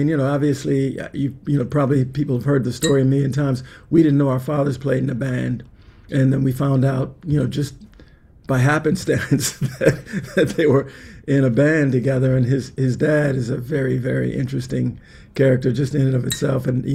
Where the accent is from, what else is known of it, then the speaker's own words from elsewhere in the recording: Minneapolis, Minnesota, United States; growing up in Minneapolis, you know, we had access to not a lot of music because we were in the Midwest.